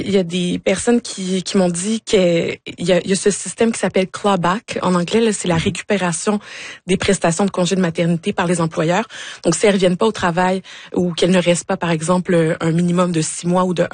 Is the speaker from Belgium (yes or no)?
no; Gatineau, Quebec, Canada; moved away; je suis originaire de Gatineau, puis j'ai de la famille là-bas.